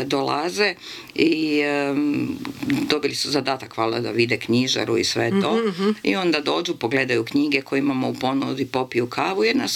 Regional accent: Zagreb, City of Zagreb, Croatia; Žao mi je jedino što je to Zagreb stradao u potresu, pa je to još vidljivo, ali volim. To je moj rodni grad, a naročito volim ovaj dio grada.

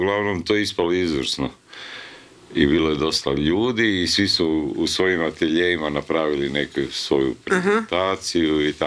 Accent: Zagreb, Zagreb County, Croatia; došao sam iz centra grada, iz Ilice, malo sam otišao na periferiju u Preradovićevoj. A u Ilici sam bio na uglu Frankopanske, baš Ilica.

